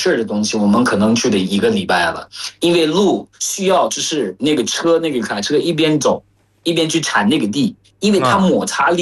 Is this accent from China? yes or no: no; Yaoundé, Centre, Cameroon; Chinese is a second language; 在喀麦隆，像在我的老家，我虽然没怎么去过那儿，因为我一直在首都